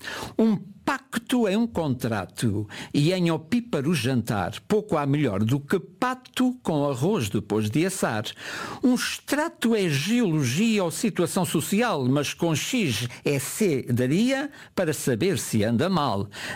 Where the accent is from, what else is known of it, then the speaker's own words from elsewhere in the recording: Portugal; nós em Portugal